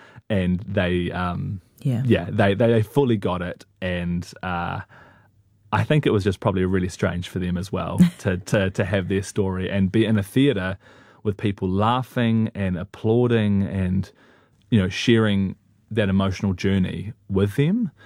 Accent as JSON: {"language": "English", "country": "New Zealand", "accent": "New Zealand", "said": "And the music I had to perform was in a New Zealand accent. And so I was singing along to like current pop songs in my New Zealand accent."}